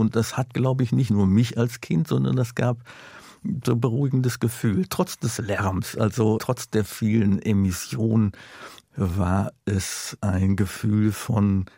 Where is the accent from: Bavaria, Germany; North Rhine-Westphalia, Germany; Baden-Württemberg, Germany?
North Rhine-Westphalia, Germany; Duisburg; Ja, Duisburg ist natürlich bis heute berühmt berüchtigt, und ich bin aufgewachsen in Duisburg-Marxloh. Das ist der berüchtigste Stadtteil bis heute.